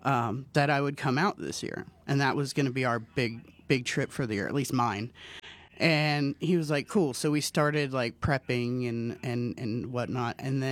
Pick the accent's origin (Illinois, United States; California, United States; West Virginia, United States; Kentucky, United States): California, United States; Sacramento; I'm from the Sacramento area.